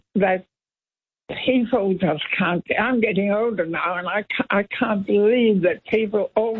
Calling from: Sydney, New South Wales, Australia; Well, I'm from Sydney, so I'm a long way away.

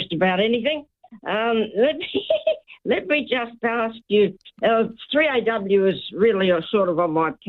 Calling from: Melbourne, Victoria, Australia; I'm from Melbourne.

